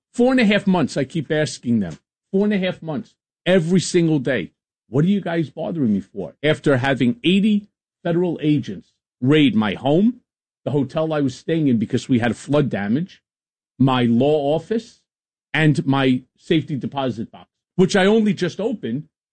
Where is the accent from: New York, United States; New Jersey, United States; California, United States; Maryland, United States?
New York, United States; Five Towns, Long Island; also born or lived in Brooklyn, New York / Washington; Yeah, I'm a lifelong New Yorker. I was born in Brooklyn. At the age of two, we moved out to the five towns of Long Island. After that, went to college in Washington.